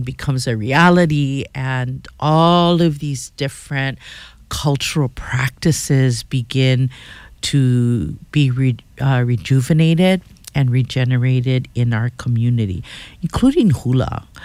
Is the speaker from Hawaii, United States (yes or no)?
yes; Hawaii, United States